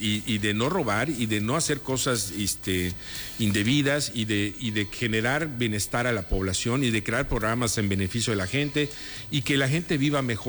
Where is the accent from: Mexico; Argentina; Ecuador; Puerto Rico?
Mexico